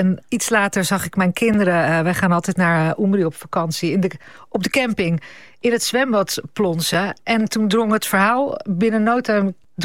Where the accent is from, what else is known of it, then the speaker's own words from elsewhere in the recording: Italy; also born or lived in Netherlands; Maar ik ben half Italiaans en ik ben deels daar opgegroeid. En als je in Italië opgroeit, dan verwijs je